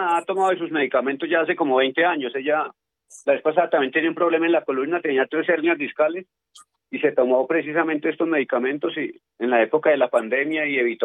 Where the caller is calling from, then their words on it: Soacha, Cundinamarca, Colombia; hablo de Soacha, Cundinamarca.